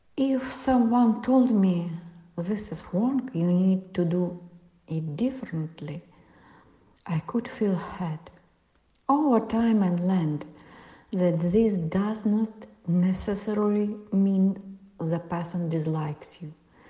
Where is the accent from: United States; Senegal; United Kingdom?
Senegal; Once someone had my accent and asked me where I was actually from. I said Senegal, and the person asked again, but where are you really from?